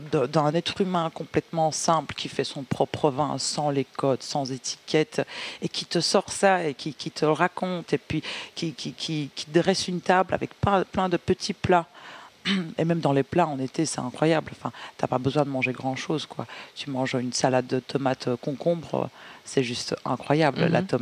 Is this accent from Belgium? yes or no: yes; Liège, Wallonia, Belgium; born there; also born or lived in Georgia; j'ai grandi à Liège, ça fait 24 ans que je suis ici.